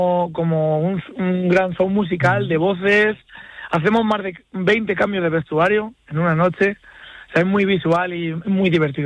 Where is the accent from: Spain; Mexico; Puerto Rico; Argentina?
Spain; Cuenca, Castilla-La Mancha; Somos aquí de Cuenca, como dices.